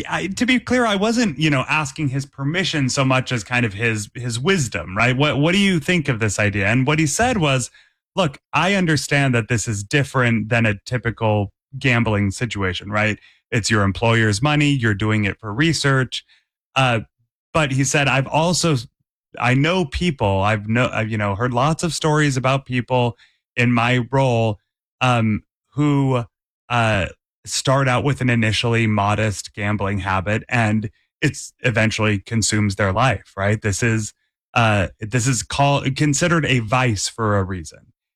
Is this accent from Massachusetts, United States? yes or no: yes; Massachusetts, United States; born or raised there